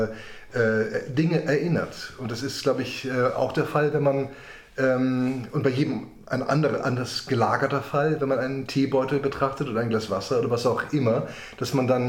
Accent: Berlin, Germany; Ich hatte sozusagen als Berliner Balkonbesitzer von Unkrautbekämpfung gar keine Ahnung

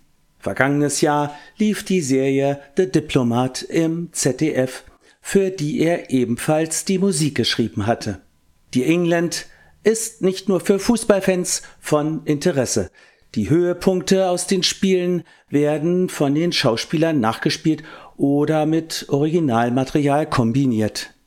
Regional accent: Germany

